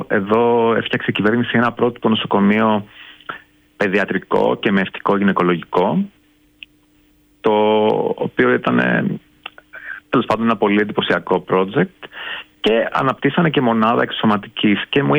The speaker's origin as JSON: {"language": "Greek", "country": "Greece", "also_born_or_lived": "England", "moved": "as an adult", "said": "θυμάμαι όλοι οι Άγγλοι ασθενείς, όταν τους έλεγα ότι είμαι από την Ελλάδα, μου λέγανε γιατί είσαι εδώ"}